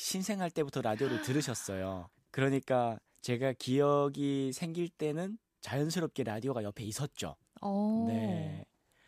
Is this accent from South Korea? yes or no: no; Chongjin, North Hamgyong, North Korea; 청진에서 태어나서 청진에서 살고 청진에 있다가 청진에서 왔습니다.